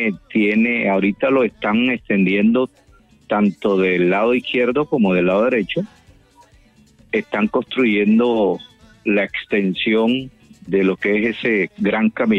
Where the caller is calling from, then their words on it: Montería, Córdoba, Colombia; De la bella y hermosa Perla del Sinú, la ciudad de Montería